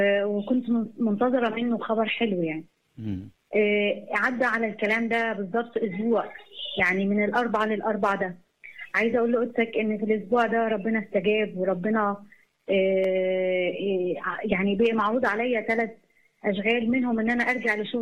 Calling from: Egypt; أنا بنت جب من مصر.

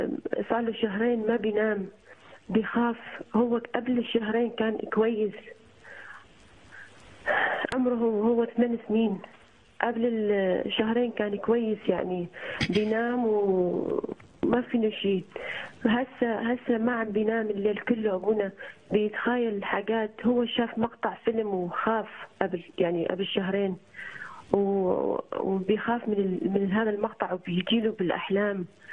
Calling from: Australia; انا بنت الرب من استراليا. انا عم بكلمك

